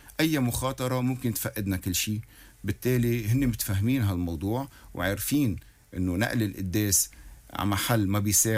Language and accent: Arabic; Lebanon; نحن كلبنانيين